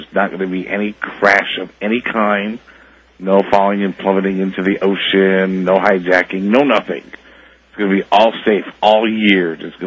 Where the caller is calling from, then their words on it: Plattsburgh, New York, United States; I'm calling from Plattsburgh, New York.